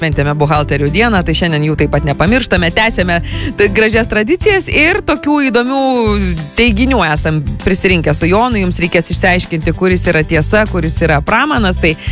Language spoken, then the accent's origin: Lithuanian; Druskininkai, Alytus County, Lithuania; Aš labai džiaugiuosi, kad esu kilusi iš Druskininkų.